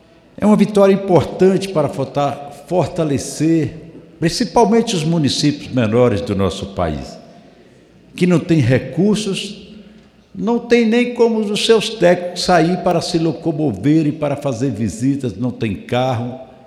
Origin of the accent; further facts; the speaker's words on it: Guanambi, Bahia, Brazil